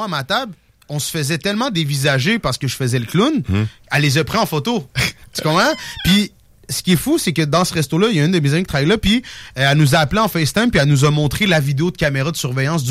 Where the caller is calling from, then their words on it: Quebec City, Quebec, Canada; ben moi, je viens de Limoilou.